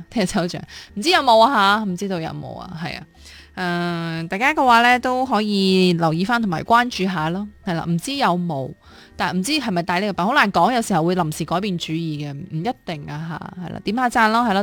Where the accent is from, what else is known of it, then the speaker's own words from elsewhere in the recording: Guangdong, China; 咁其实龟苓膏就系即系我哋老广嘅心目当中啦，系一个好解暑啦